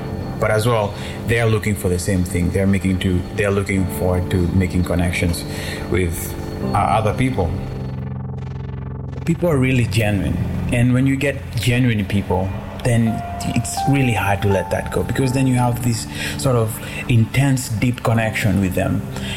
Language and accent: English; Nairobi, Kenya; now in Alice Springs, Australia; I was born in Kenya, Nairobi, Kenya. I've been born in the city and raised in the city, and all my life I've just lived and stayed in different cities around the world.